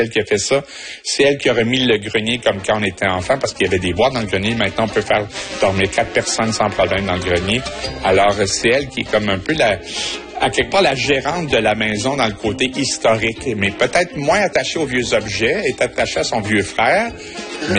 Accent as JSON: {"language": "French", "town": "Matane", "region": "Quebec", "country": "Canada", "tie": "born there", "also_born_or_lived": "Montreal", "said": "je suis né à Matane, j'habite à Matane après un long détour à Montréal"}